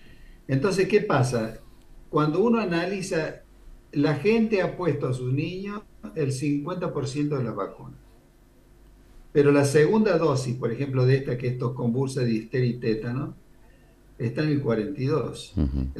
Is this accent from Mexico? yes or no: no; Argentina; nosotros somos del interior?